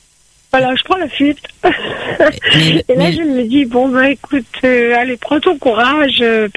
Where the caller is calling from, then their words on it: Béziers, Occitanie, France; Moi je suis à Béziers, mais bon, moi je suis une nomade.